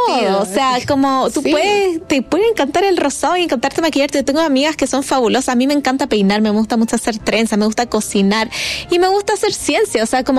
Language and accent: Spanish; Scotland, United Kingdom; Yo crecí mucho tiempo en Escocia, en el Reino Unido, entonces bastantes libros como de autores locales